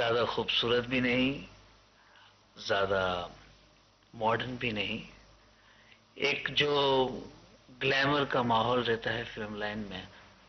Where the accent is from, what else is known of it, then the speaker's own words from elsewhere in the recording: Surat, Gujarat, India; मैं सूरत का रहने वाला हूँ, गुजरात का।